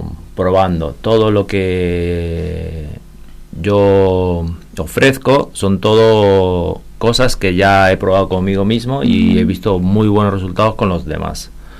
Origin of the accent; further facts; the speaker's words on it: Posadas, Misiones, Argentina; also born or lived in Barcelona, Spain; Bueno, soy español, nacido en español, pero en España, Barcelona. Pero de pequeño mis padres hicieron una aventura y con 8 años viví 11 años aquí en Posadas.